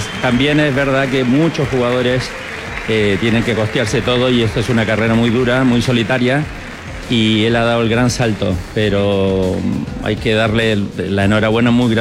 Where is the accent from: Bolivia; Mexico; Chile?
Chile; moved away as an adult; now in Madrid, Spain; encantado de estar contigo y ver la Copa Davis en mi tierra, con un marco de Chile y España